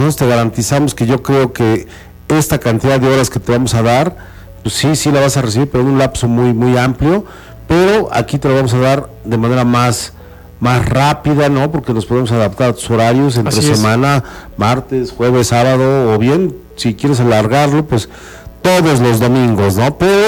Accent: Mexico

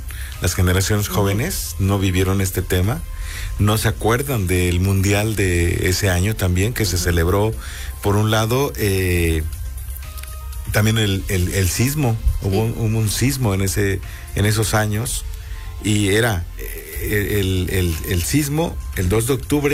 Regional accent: Chiapas, Mexico; Yo soy chiapaneco.

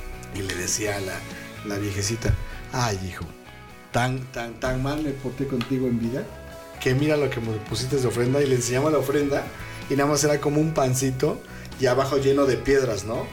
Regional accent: Mexico; así somos los mexicanos

